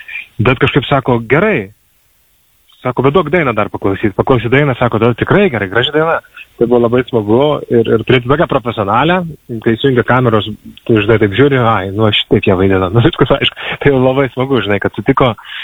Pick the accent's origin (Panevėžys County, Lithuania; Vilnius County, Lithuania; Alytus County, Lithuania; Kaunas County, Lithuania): Kaunas County, Lithuania; Panemunė; Aš užaugau prie Kauno, aš užaugau Panemunėj, užaugau prie Kauno.